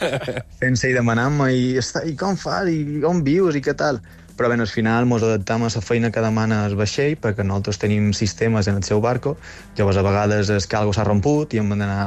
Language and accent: Catalan; Inca, Balearic Islands, Spain; Jo soc d'Inca, Inquero.